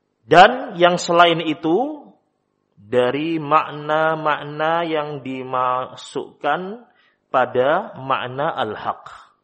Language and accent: Indonesian; Java, Indonesia; Kalau dalam istilah kita orang Jawa